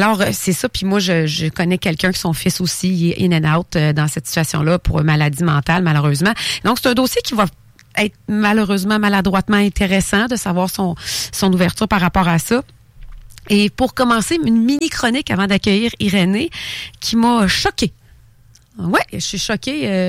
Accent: Thetford Mines, Quebec, Canada; now in Quebec City, Canada; pour avoir vécu presque toute ma vie de Québécoise, ville de Québec. Je veux dire, je viens de Thetford Mines. J'ai toujours habité au centre-ville ou presque. Sur Saint-Joseph ou Limoilou-Saint-Roch.

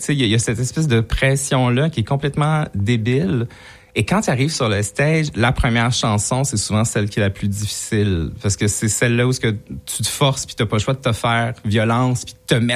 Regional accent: Montreal, Quebec, Canada; J'ai grandi à Montréal-Nord

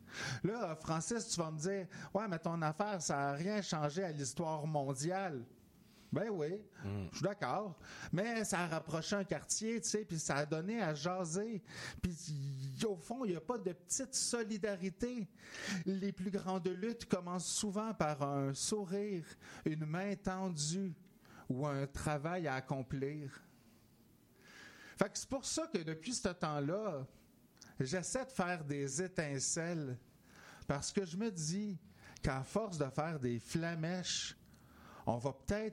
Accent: Saint-Félix-de-Valois, Quebec, Canada; moved away as an adult; also born or lived in Saint-Alphonse-Rodriguez, Quebec / Joliette, Quebec / Montreal, Quebec; now in Saint-Ambroise, Canada; je suis né à Saint-Alphonse-Rodriguez, dans l'Anaudière. J'ai grandi à Saint-Félix, j'ai habité un peu à Joliette, je suis parti à Montréal. Et là, je suis à Saint-Ambroise, pour les études au cégep du Vieux.

